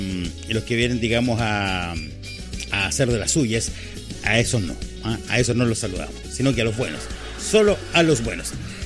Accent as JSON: {"language": "Spanish", "country": "Chile"}